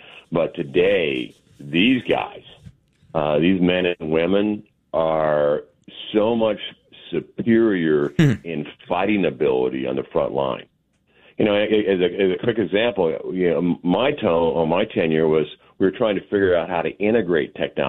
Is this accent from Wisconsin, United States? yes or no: no; Montana, United States; I'm from Montana.